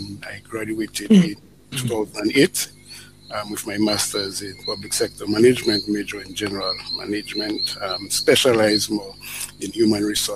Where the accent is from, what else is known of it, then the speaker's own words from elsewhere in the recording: Grand Bay, Dominica; I was born in Granby. I grew up in Granby, went to school in Granby, Granby Primary School.